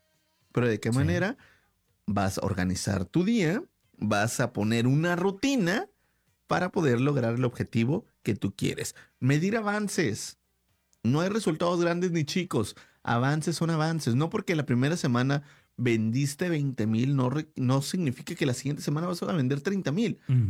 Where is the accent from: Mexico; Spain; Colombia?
Mexico; como buen latino, como buen mexicano